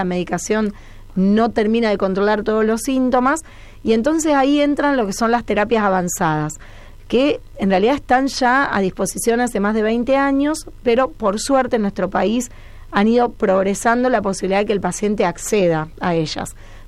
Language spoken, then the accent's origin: Spanish; Rosario, Santa Fe, Argentina; yo soy rosarina